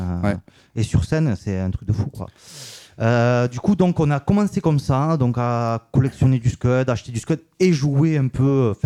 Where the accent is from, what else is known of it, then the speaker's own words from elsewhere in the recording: Toulouse, Occitanie, France; De Toulouse. Je suis toulousain. Je suis un pur toulousain.